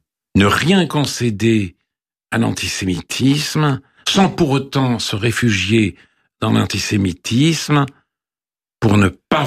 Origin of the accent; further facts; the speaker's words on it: France; en tant que juifs et en tant que français